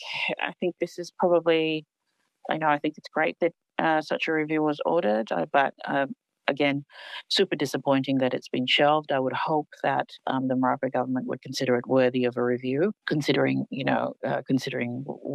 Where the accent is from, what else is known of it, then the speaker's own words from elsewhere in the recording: Australia; And I'm an Australian.